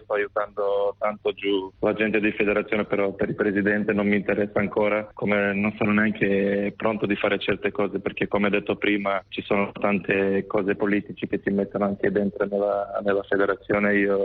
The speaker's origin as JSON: {"language": "Italian", "country": "North Macedonia", "second_language": "Italian", "moved": "as an adult", "lives_now": "Italy", "said": "quando sono arrivato in Italia, la Macedonia non è che la conoscevano tanti. Poi ho fatto 20 anni qua in Italia"}